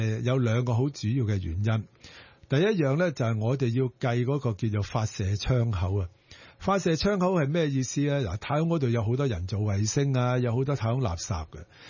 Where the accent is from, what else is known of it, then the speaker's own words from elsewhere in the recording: Hong Kong; 我谂我同其他香港人一样